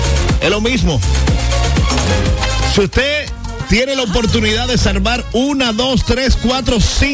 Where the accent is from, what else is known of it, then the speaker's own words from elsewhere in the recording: San Francisco de Macorís, Duarte, Dominican Republic; la gente de San Francisco de Macorís, mi pueblo.